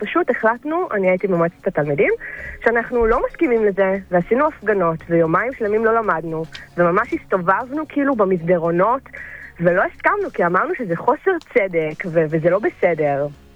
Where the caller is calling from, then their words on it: Rishon LeZion, Central District, Israel; אני מראשון